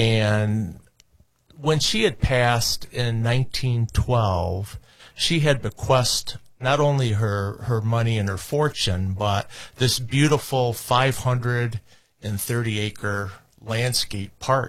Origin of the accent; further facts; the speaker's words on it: Jackson, Michigan, United States; I am originally here from Jackson and have never left, and took up the game in high school, played locally here at Spring Arbor College